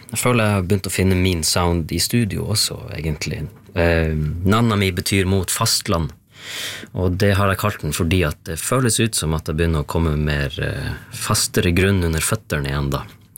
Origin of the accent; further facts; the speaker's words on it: Sápmi, Norway; Jeg er norsk-samisk skuespiller og artist